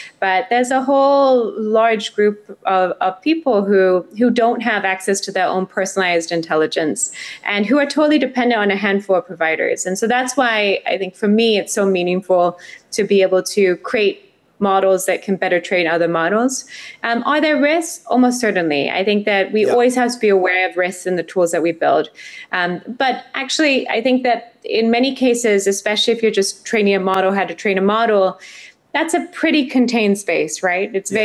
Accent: Mozambique; moved away; When I was growing up, I grew up in Africa, actually, in Mozambique.

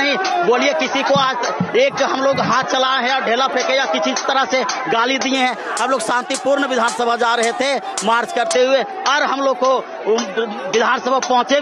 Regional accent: Hazaribagh, Jharkhand, India; हम हजारीबाग से हैं।

